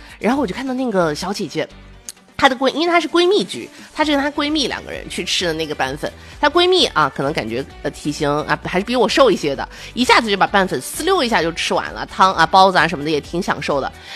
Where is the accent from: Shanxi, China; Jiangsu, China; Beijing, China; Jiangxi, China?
Jiangxi, China; Nanchang; 我们南昌人